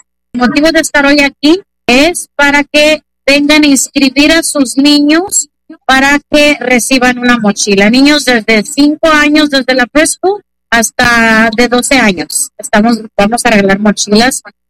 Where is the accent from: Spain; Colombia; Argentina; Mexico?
Mexico; Pareo, Michoacán; also born or lived in Phoenix, Arizona; now in United States; Soy de Pareo, Michoacán.